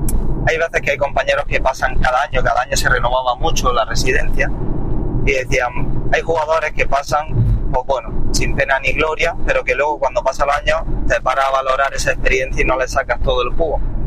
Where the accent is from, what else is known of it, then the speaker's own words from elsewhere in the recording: Balanegra, Andalusia, Spain; Yo soy nativo de Valanegra.